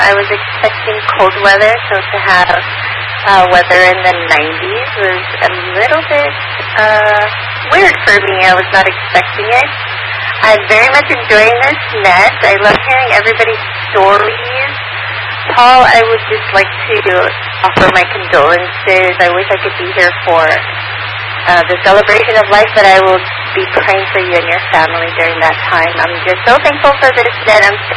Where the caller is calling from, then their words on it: Oahu, Hawaii, United States; I am Chad's wife. I'm also from Oahu.